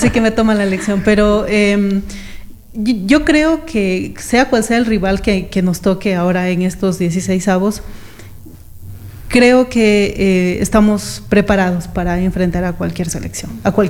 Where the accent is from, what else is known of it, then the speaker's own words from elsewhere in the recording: Ecuador; somos los ecuatorianos así